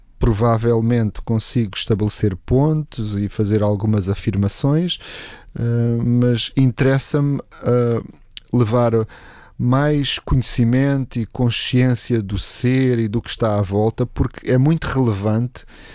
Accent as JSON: {"language": "Portuguese", "region": "Algarve", "country": "Portugal", "moved": "as an adult", "lives_now": "Lisbon, Portugal", "said": "Então, eu vim lá do Algarve para Lisboa para estudar Direito"}